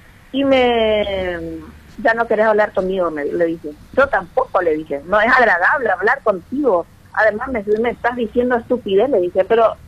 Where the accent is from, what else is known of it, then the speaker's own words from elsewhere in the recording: Ciudad del Este, Alto Paraná, Paraguay; born there; soy de Ciudad del Este, nací aquí en kilómetro 9 Mondal